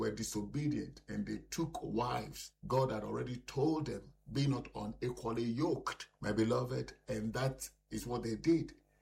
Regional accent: Ghana; let us zero it in on my beloved country, Ghana. As I told you, I want to let you know I was born on March 6, 1957. So Ghana is in my heart.

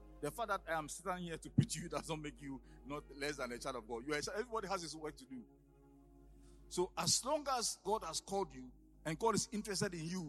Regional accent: Etibi, Ghana; So they were bringing me from my hometown, Etibi, to Accra.

